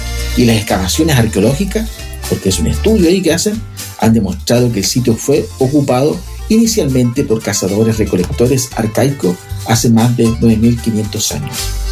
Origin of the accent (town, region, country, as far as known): Chile